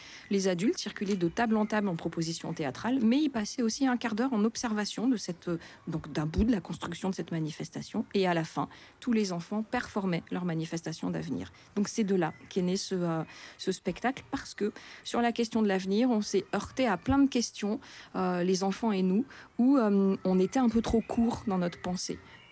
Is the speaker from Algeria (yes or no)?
no; Clermont-Ferrand, Auvergne-Rhône-Alpes, France; je viens de Clermont-Ferrand en France.